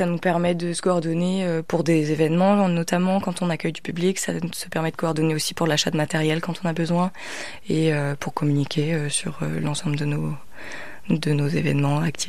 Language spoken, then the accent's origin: French; Brittany, France; Moi j'aime bien faire le lien parce que j'ai grandi à Poulerussier